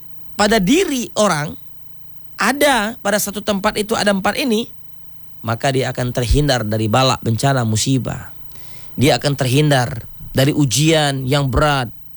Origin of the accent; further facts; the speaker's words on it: West Kalimantan, Indonesia; Sintang adalah rumah kita bersama.